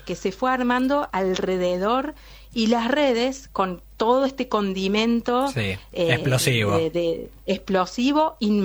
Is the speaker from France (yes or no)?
no; Argentina; nos une como argentinos